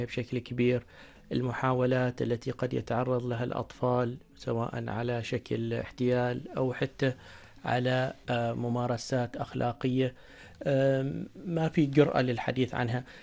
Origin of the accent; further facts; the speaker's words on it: Oman; قدمتنا نحن كعمانيين للعالم.